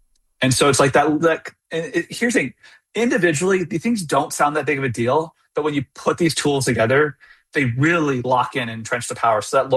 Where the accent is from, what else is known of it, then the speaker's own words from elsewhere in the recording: Iowa, United States; Like, I'm from Iowa.